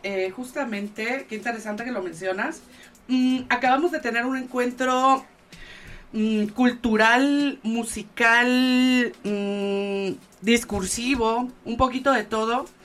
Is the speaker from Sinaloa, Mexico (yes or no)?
yes; Sinaloa, Mexico; años en la Ciudad de México, pues las raíces es importante mantenerlas y pues mi sangre chinola sinaloense la traigo conmigo siempre.